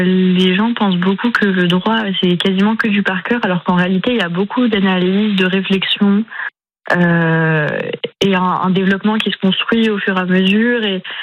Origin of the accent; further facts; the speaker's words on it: Grand Est, France; moved away as an adult; now in Nancy, France; Je suis des Vosges, je suis des Vosges.